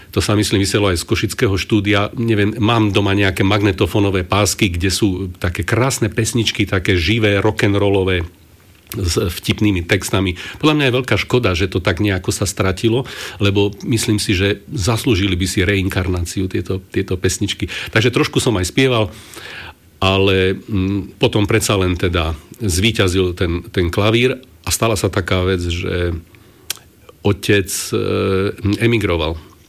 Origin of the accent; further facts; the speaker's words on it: Banská Bystrica, Banská Bystrica Region, Slovakia; born there; Ja som sa narodil vlastne v Banskej Bystrici